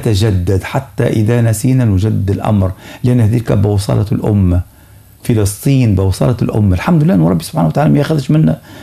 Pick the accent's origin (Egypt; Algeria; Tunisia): Tunisia; عندنا في تونس